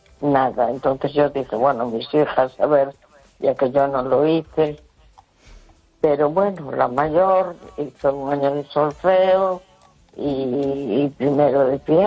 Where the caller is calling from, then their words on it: A Coruña, Galicia, Spain; de La Coruña.